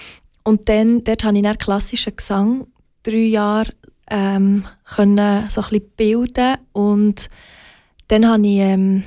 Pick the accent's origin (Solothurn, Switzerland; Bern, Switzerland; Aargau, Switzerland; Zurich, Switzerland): Bern, Switzerland; accent: Bernese; now in Basel, Switzerland; Ich bin Bernerin und das wird mir auch nie wegnehmen können. Der Dialekt lasse ich nie los. Und, aber ein grosser Teil von meinem Leben findet hier in Basel statt.